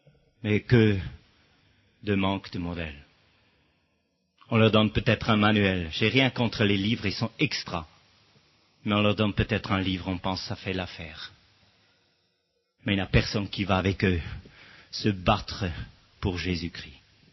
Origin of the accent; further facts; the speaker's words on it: Switzerland; Si vous lisez en Sacharie, je suis suisse, j'ai des difficultés aussi avec cette langue.